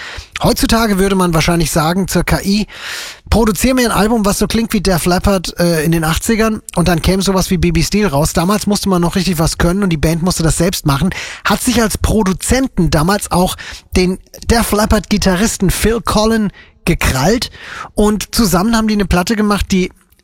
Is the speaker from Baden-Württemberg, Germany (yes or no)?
no; Fulda, Hesse, Germany; Kommt vorbei, wir spielen im Juni in Fulda auf dem Domplatz meiner Heimatstadt.